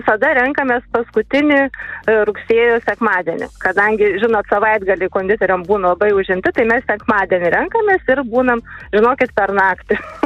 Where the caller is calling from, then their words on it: Šilalė, Tauragė County, Lithuania; Aš iš Šilalės esu